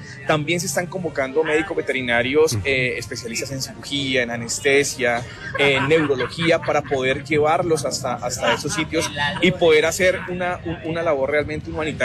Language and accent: Spanish; Colombia; now in Bogotá, Colombia; unirnos como colombianos